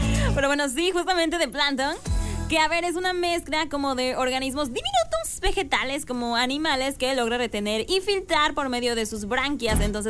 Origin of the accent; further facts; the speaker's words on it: Mexico; No, es que como buenos mexicanos